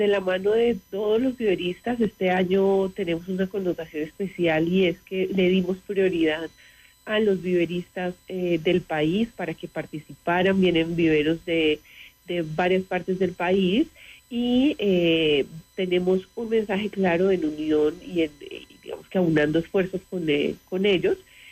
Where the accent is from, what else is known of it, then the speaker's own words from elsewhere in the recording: Boyacá, Colombia; porque hemos mostrado lo que somos como boyacenses